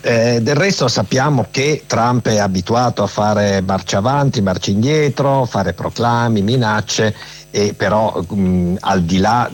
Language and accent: Italian; Piedmont, Italy; Anch'io sono piemontese, per cui sono particolarmente contento.